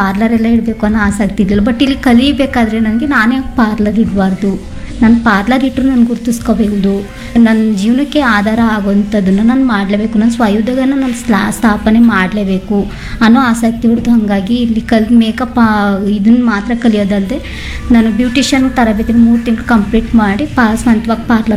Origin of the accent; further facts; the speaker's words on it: Ramanathapura, Karnataka, India; moved away as an adult; now in Kalkunike, Hunsur, India; ನಾನು ಪ್ರಸ್ತುತ ಇವಾಗಿರೋದು ಕಲ್ಕುಣಿಕೆನೆ. ನಮ್ಮ ತಾಯಿ ಊರು ಬಂದು ರಾಮನಾಥಪುರ ಗಂಗೂರ್ ಅಂತ. ನಾನು ಹುಣಸೂರಿಗೆ ಮದುವೆ ಆಗಿದ್ದೀನಿ. ನಮ್ಮೂರು ಕಲ್ಕುಣಿಕೆ, ಹುಣಸೂರು ತಾಲೂಕು, ಮೈಸೂರು ಜಿಲ್ಲೆ.